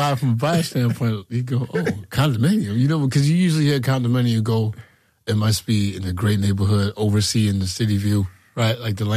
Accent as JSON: {"language": "English", "town": "Philadelphia", "region": "Pennsylvania", "country": "United States", "said": "Because Kensington is a very, very, how can I say, what's the word I'm looking for? Basically, we're a melting pot."}